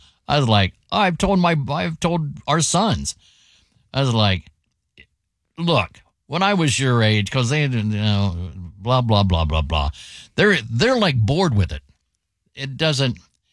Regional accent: Amsterdam, North Holland, Netherlands; I'm from Amsterdam, and I can tell you that marijuana use in the United States is progressing much more rapidly than it did here in the Netherlands.

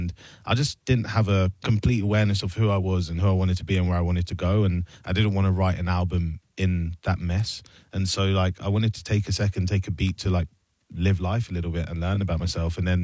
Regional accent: Luton, East of England, United Kingdom

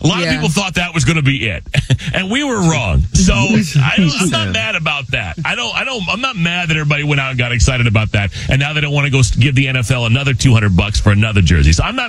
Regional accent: Arizona, United States; born or raised there; now in Chicago, United States

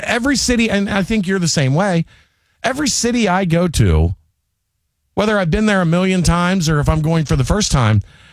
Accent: Kentucky, United States

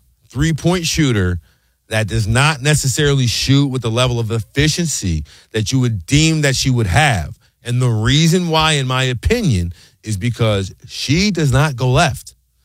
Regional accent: Louisiana, United States; I'm a kid from Louisiana, which means baseball to me meant the Braves or the Cubs.

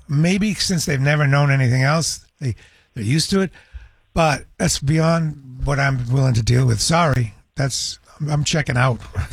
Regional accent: New Hampshire, United States; In my house I grew up with in New Hampshire

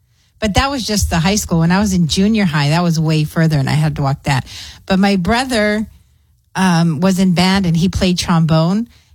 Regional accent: Clint, Texas, United States; So growing up in Clint, I walked the highway because there's like only one main road through Clint and that's Highway 20.

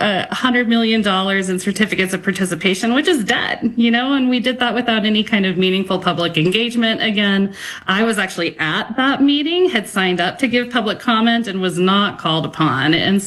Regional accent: Rock Springs, Wyoming, United States; moved away; Now, I grew up in Rock Springs, Wyoming, so that's a coal mining town too.

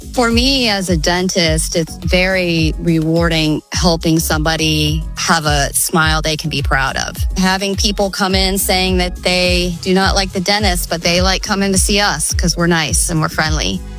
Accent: Mansfield, Ohio, United States; I was born in Mansfield and I lived here my whole life except for being in college.

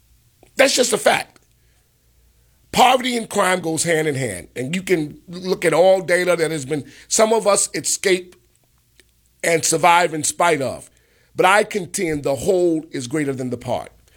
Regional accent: Chicago, Illinois, United States; I remember growing up in Chicago

